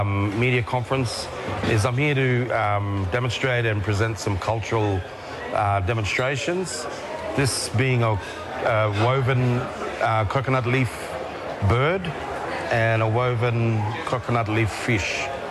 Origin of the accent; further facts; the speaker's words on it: Queensland, Australia; I'm from Torres Strait, Cape York. My connection to country is the Kulkalgal of Central Torres Strait and the Ankamuti Seven Rivers